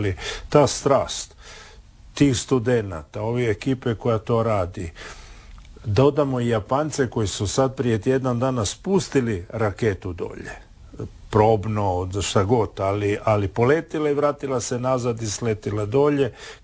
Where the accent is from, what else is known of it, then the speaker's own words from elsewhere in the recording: Istria County, Croatia; da postoje škorpioni kod nas u Istri